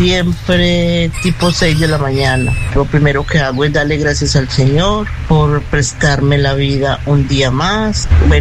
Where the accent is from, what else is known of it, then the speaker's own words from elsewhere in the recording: Radual, Antioquia, Colombia; also born or lived in Medellín / Puerto Valdivia; now in Palomas, Colombia; Yo nací en Radual Arriba, Radual Viejo, y de allá salí muy niña para acá y ahí me terminé de criar ahí en Radual.